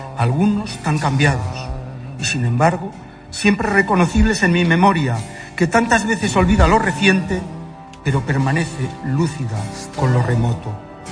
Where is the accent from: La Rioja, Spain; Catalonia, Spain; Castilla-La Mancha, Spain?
La Rioja, Spain; Logroño; No nací en Logroño, pero esta es la tierra que quiero, la que siempre he elegido cuando la vida me ha puesto a prueba.